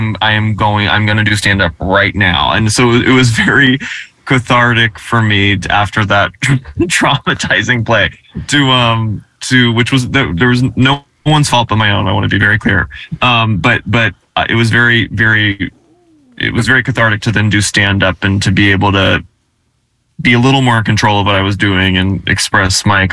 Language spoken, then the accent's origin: English; Tennessee, United States; ever since I was a kid mm-hmm. growing up in Tennessee